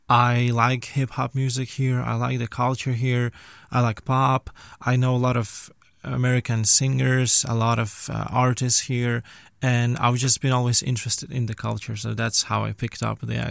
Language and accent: English; Ostroh, Rivne Oblast, Ukraine; Well, so I grew up in a small city. It's called Ostroh. It's on the west side of the Ukraine.